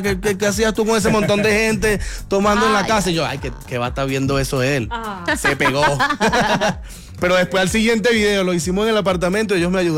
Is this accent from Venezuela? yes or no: yes; Caracas, Capital District, Venezuela; En Caracas hay una zona que se llama Caricuao, que es donde yo nací.